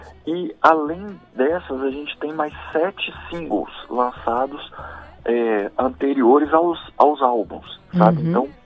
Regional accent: Minas Gerais, Brazil; A gente é de Minas, então, nesse do ano passado, mostra um pouco essa mistura do forró com o som mineiro, né, que a gente, né, como a gente é de Minas, a gente tem um pouco disso.

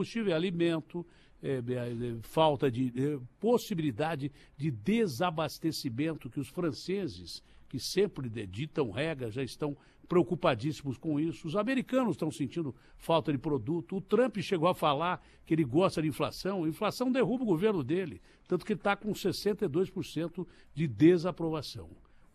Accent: São Paulo, Brazil; E eu sou caipira, do interior.

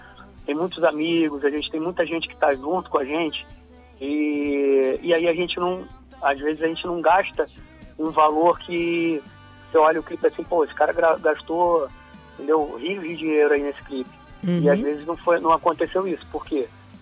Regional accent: Rio de Janeiro, Brazil; Nós somos do Rio, isso.

